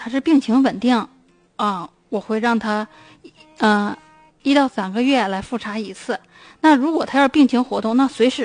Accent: Northeast China, China; 我们东北人

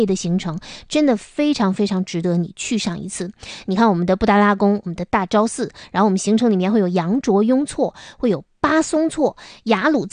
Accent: Northeast China, China; 其实挺符合咱们东北人口味的啊

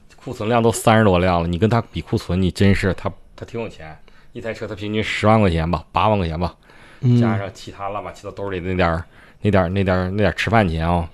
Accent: Northeast China, China; accent: Northeastern Mandarin; 用我们东北话

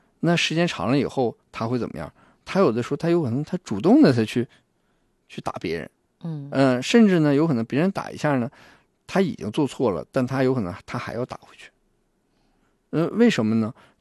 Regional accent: Northeast China, China; 这个我们东北人说是聊着别人

